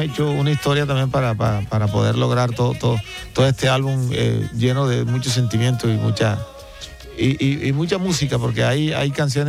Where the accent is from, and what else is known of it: Colombia; born there